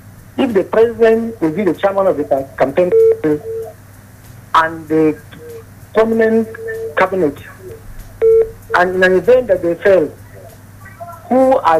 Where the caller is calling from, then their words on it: Jos, Plateau, Nigeria; I'm calling from Jos.